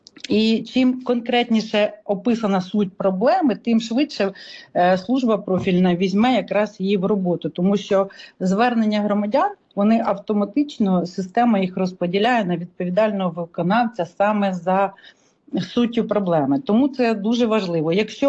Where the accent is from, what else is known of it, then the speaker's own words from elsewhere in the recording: Kyiv, Ukraine; як пересічні кияни.